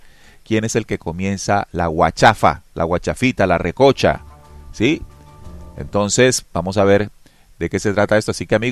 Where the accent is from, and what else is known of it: Colombia